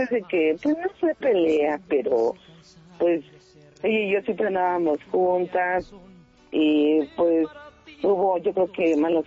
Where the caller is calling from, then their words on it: Los Reyes La Paz, State of Mexico, Mexico; En los Valles de La Paz, le digo, aquí estoy en mi casita.